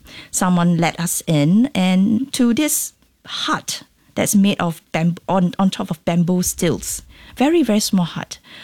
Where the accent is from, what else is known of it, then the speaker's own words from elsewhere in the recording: Singapore; being Singaporean